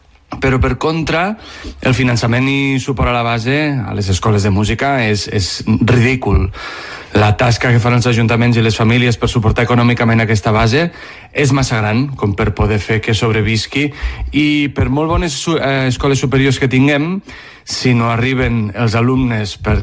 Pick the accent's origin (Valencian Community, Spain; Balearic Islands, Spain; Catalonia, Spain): Catalonia, Spain; Lleida; jo que sóc de Lleida